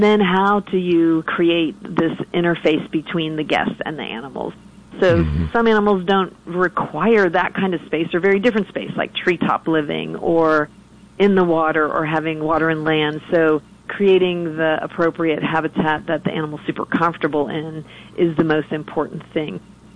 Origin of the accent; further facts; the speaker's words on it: Miami, Florida, United States; having the luxury like you did of growing up in Miami, I had the Everglades, the Keys, you know, the beach is at my disposal.